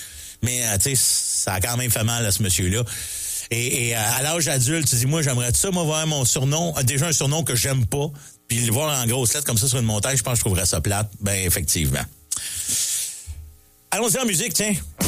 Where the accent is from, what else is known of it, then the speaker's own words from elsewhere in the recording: Mont-Saint-Hilaire, Quebec, Canada; Moi, je viens de Saint-Hilaire, puis en face de la polyvalente, de la montagne de Mont-Saint-Hilaire, puis t'as une paroi rocheuse.